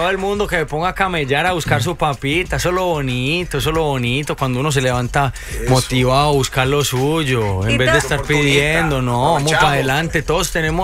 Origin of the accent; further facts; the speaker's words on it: Colombia; moved away; Yo salí de Colombia buscando el oro en otros lugares y ya quizás pasé mucho tiempo afuera, y cuando me di cuenta era demasiado tarde y quise regresar a mis raíces, que era lo que realmente importa.